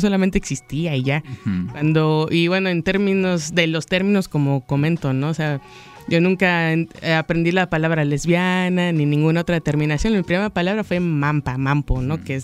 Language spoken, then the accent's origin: Spanish; Chiapas, Mexico; soy de Chiapas y ahí siempre pasan muchas cosas